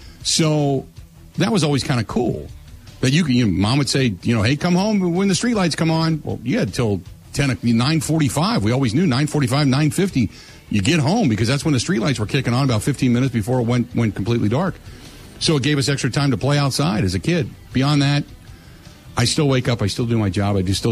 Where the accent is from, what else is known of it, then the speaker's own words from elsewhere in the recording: Ohio, United States; moved away; So when I grew up in Ohio, you're on the back end of Eastern time zone.